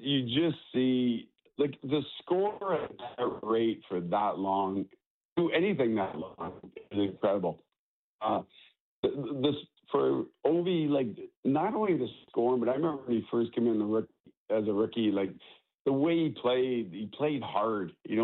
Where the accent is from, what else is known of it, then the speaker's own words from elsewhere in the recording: Kingston, Ontario, Canada; growing up in Kingston, obviously halfway between Toronto and Montreal, a lot of Leaf fans, a lot of Hab fans